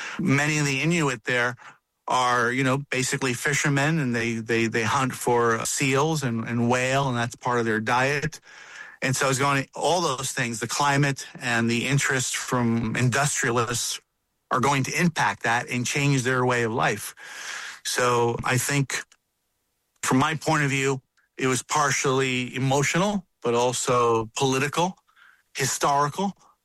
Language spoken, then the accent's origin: English; New York City, New York, United States; I grew up in New York.